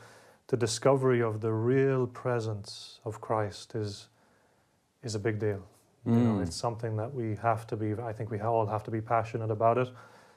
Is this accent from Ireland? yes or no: yes; Connacht, Ireland; born there; also born or lived in London, England; we moved back to Ireland, where I spent most of my life, County Sligo, northwest of Ireland.